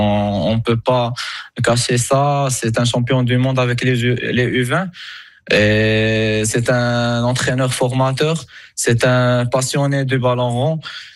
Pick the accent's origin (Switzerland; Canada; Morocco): Morocco; le Mondial 2030 qui sera chez nous au